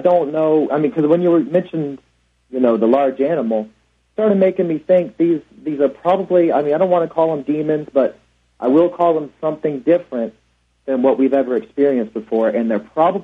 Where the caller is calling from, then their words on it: Tempe, Arizona, United States; I'm calling from Tempe, Arizona.